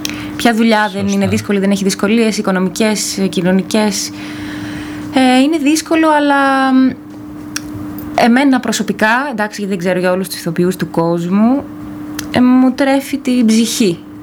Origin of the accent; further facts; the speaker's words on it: Thessaloniki, Central Macedonia, Greece; moved away as an adult; now in Ioannina, Greece; Έρχομαι από Θεσσαλονίκη.